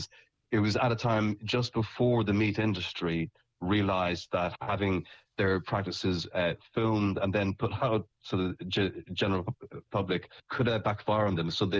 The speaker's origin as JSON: {"language": "English", "country": "Ireland", "tie": "born or raised there", "said": "So obviously I was brought up in Ireland, very Catholic then. It's changed an awful lot since."}